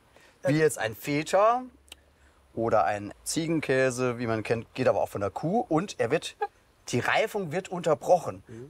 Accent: Saarland, Germany; born there; also born or lived in Saarbrücken; wo wir das Lokal in Saarbrücken hatten, war ich hier im Musikantenverein.

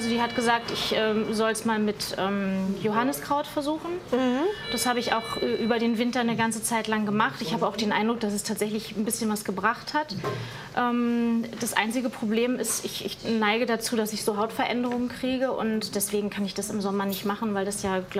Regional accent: Berlin, Germany; weil wir als Berliner natürlich überhaupt nicht daran gewöhnt sind, in der Höhe zu laufen.

